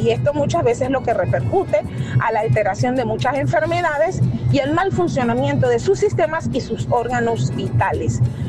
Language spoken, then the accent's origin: Spanish; Panama; me siento muy contenta como panameña